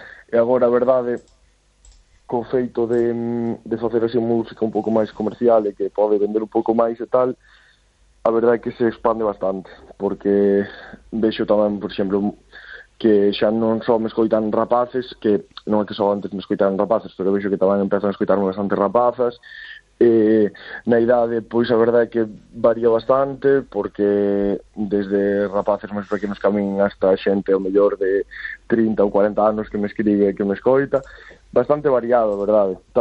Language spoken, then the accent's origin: Galician; Galicia, Spain; Pois igual, simplemente son galego, falo galego, a miña lingua é o galego